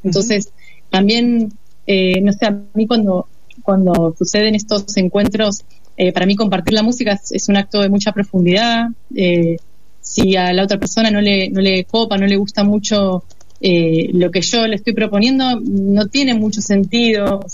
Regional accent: Neuquén, Argentina; Fede es de Neuquén, yo soy de Neuquén.

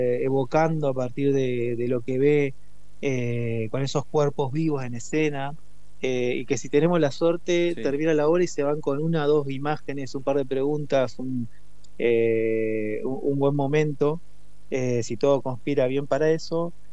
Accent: La Plata, Buenos Aires Province, Argentina; Soy de La Plata, me inicié en la Plata con un maestro de acá

